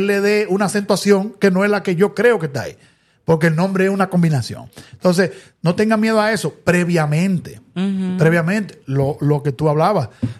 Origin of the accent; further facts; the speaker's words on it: Santiago de los Caballeros, Santiago, Dominican Republic; aplaudirnos a los santiagueros